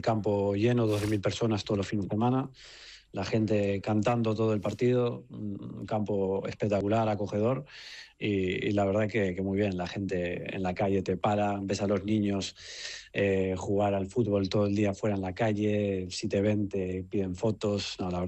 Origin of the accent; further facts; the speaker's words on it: Argentina; now in Spain; Yo vine de Argentina. Con mis padres sin nada